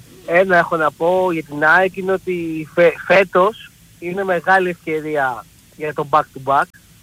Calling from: Neo Irakleio, Attica, Greece; είμαι από το Νέο Ηράκλειο.

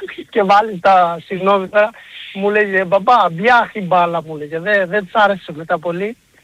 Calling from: Crete, Greece; είμαι από Κρήτη, τηλεφωνώ.

